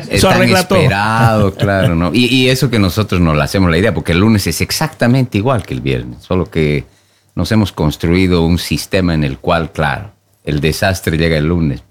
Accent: Sucre, Chuquisaca, Bolivia; now in Oslo, Norway; Me dediqué a renacer un poco aquí en Oslo, pero soy de Bolivia, sí, de las montañas.

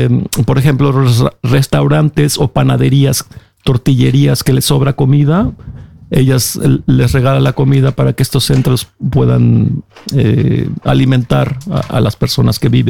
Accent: Mexico City, Mexico; fue lo que yo estudié cuando estudié música de pequeño en la Ciudad de México

